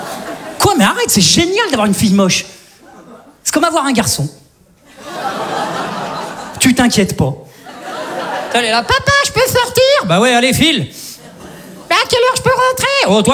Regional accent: Saint-Étienne, Auvergne-Rhône-Alpes, France; Tu vois, moi, je viens de Saint-Étienne. Tu vois. Globalement, chez nous, t'as faim, tu prends une arbalète, tu vas chasser

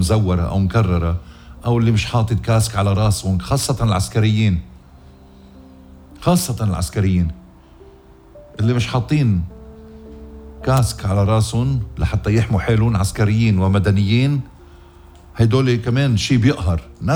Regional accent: Lebanon; يا بلدي لبنان

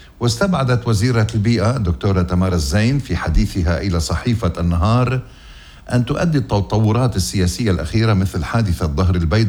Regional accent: Lebanon; يا بلدي لبنان

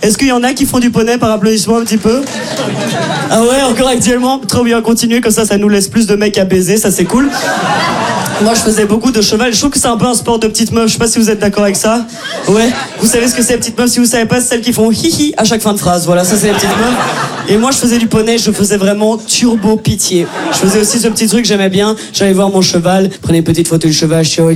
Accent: Belgium; je viens pas de France, voilà, je viens de Belgique.

